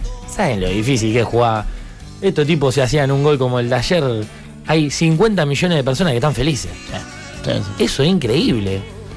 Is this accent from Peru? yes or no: no; Argentina